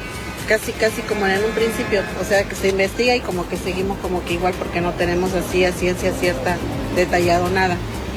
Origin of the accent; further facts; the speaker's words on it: Veracruz, Mexico; Madres que venimos del puerto de Veracruz buscando a nuestros hijos desaparecidos de diciembre del 2013.